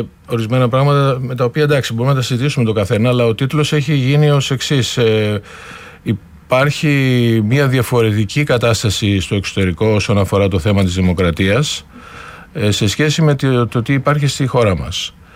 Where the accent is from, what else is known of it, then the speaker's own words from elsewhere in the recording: Greece; moved away as an adult; now in Berlin, Germany; σαν Έλληνας που έχει μεγαλώσει, έχει γεννηθεί εδώ, έχει σπουδάσει εδώ, και αργότερα όμως και από τις εμπειρίες που έχω σαν Έλληνας του εξωτερικού